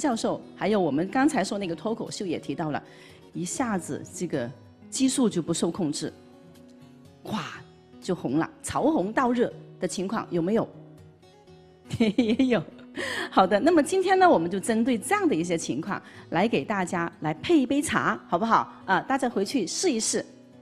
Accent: Guangdong, China; 因为我是广东人，刚才跟大家打招呼的时候我就用了粤语啊

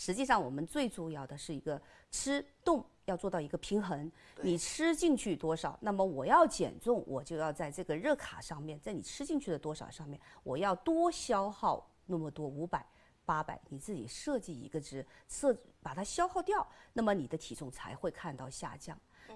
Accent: Hunan, China; 火腿肠啊、腊肠啊、腊肉啊，这个都是我们湖南人的喜爱

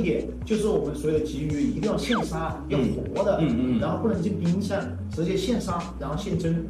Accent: Changsha, Hunan, China; 我是万城人。

